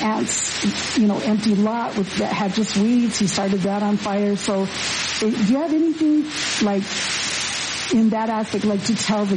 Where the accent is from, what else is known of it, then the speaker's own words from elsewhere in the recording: San Manuel, Arizona, United States; there's a small fire department where I'm from San Manuel.